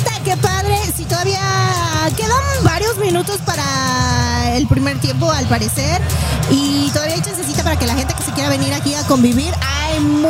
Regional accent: Mexico; now in United States; somos mexicanos, unos otros son de Guatemala, de El Salvador, de Paraguay

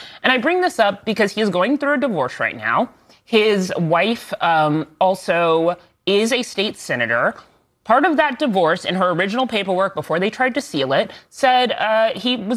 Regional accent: Texas, United States; Some of that cautiousness comes from it being my home state. A lot of people have been purple curious about Texas

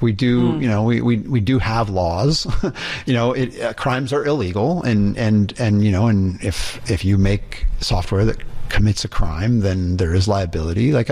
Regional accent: Indiana, United States; look, I'm a skateboarder from Indiana.

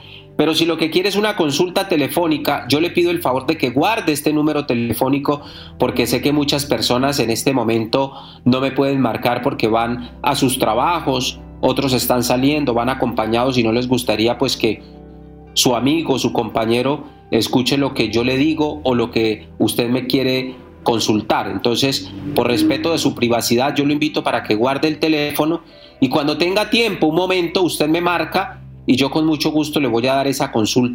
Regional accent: Catemaco, Veracruz, Mexico

